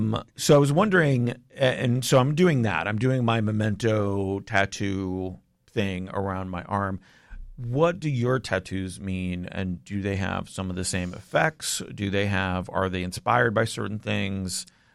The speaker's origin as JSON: {"language": "English", "country": "Canada", "moved": "yes", "said": "I'm Canadian"}